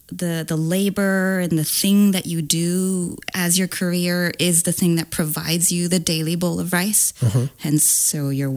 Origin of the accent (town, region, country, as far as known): Florida, United States; born there; also born or lived in California / Tacoma / Georgia / Texas